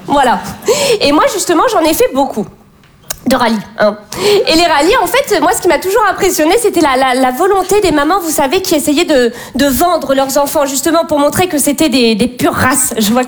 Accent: Bordeaux, Nouvelle-Aquitaine, France; je viens de Bordeaux et ayant grandi dans le milieu bourgeois bordelais, j'ai fait beaucoup de rallyes.

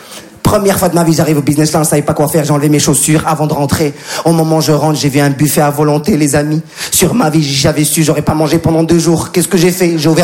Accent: Morocco; Moi, je suis marocain, j'habite à Casa, je suis habitué à la Royal Air Maroc.

